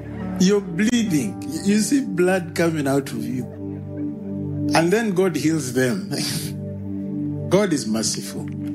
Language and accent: English; Masaka, Central Region, Uganda; I come from Masaka, so... People from Masaka, we are different. We're different.